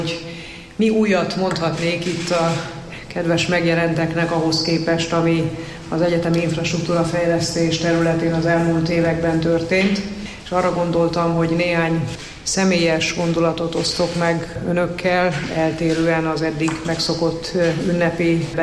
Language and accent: Hungarian; Zalaegerszeg, Zala, Hungary; moved away as an adult; now in Miskolc, Hungary; Zala megyéből származom, Zalaegerszegen születtem, és 1991-ben kerültem Miskolcra.